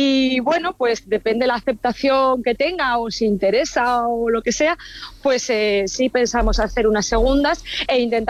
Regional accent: Miranda de Ebro, Castile and León, Spain; moved away as an adult; yo por eso quería hacer algo en mi tierra, en Miranda.

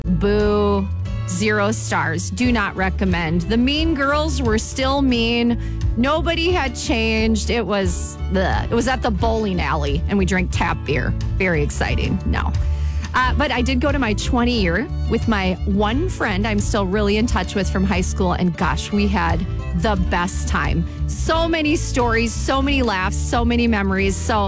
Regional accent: Owatonna, Minnesota, United States; I'm going to be in my hometown, Owatonna, Minnesota, for my 30-year class reunion.

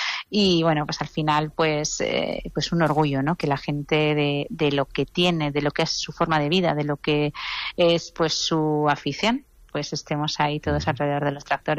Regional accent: Celadas, Aragon, Spain; en mi pueblo, en Celadas

